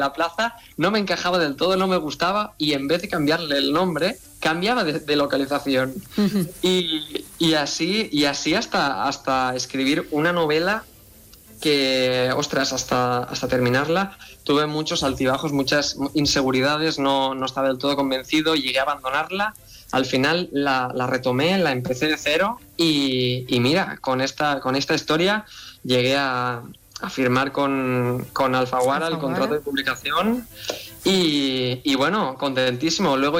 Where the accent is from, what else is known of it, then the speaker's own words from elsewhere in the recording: Tavernes de la Valldigna, Valencian Community, Spain; yo todo lo que escribía estaba ambientado en Tabernas de la Valldigna, en mi pueblo de Valencia